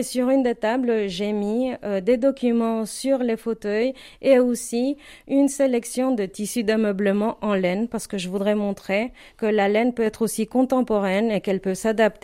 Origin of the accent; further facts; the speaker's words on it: Morelos, Mexico; French is a second language; moved away; alors moi, je viens de Morelos, qui est un état au centre du Mexique.